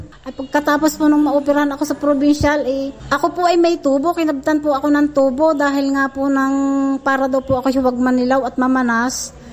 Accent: Calapan, Mimaropa, Philippines; ng 50 taon na po ako at taga Puting Tubig po ako, Calapan City.

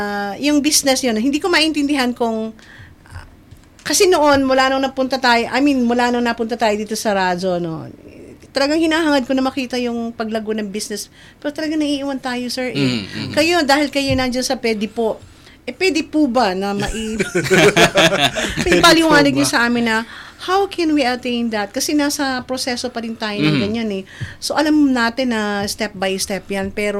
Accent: Quezon, Philippines; Hindi ko ako taga Batangas, ako yung taga Quezon.

